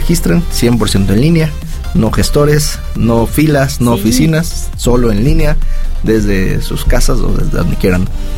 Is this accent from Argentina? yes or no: no; Mexico